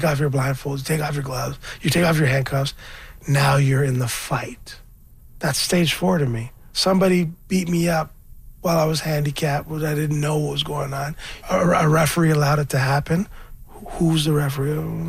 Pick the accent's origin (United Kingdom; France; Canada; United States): Canada; Scarborough, Ontario; I'm from Scarborough. I'm a rapper.